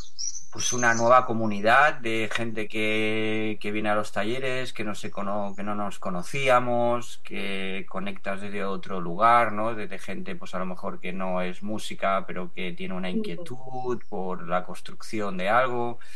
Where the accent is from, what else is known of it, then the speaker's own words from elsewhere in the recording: Barcelona, Catalonia, Spain; en mi ciudad, porque yo soy de Barcelona